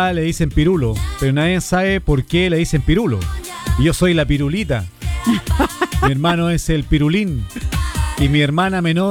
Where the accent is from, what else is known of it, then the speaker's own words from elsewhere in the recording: Chile; somos los chilenos especialistas con los sobrenombres